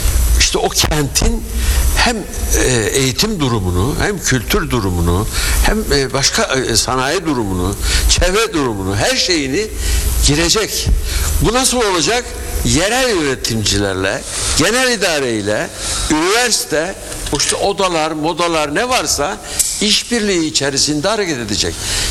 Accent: Bozdağ, Muğla, Turkey; Evet, mesela ne deniyor? İşte bizim, ben Bozdağlıyım, Arap Apıştı Kanyonu deniyor, değil mi?

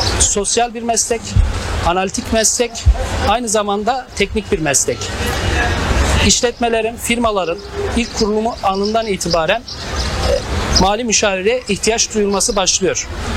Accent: Kars, Turkey; born there; also born or lived in İzmir; now in Aydın, Turkey; 10 Ekim 1991 Kars doğumluyum.

